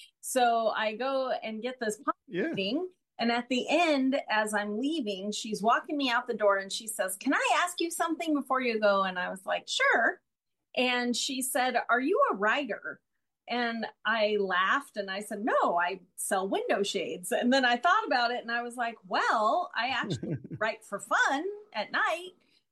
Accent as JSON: {"language": "English", "town": "San Diego", "region": "California", "country": "United States", "moved": "yes", "said": "I was from San Diego. I lived in San Diego"}